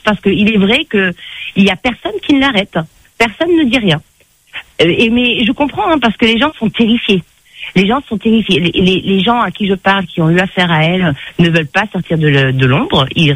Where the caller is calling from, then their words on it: Réunion; je suis réunionnaise. Hein, mais ils ne sonnent pas comme ça, mais je suis réunionnaise.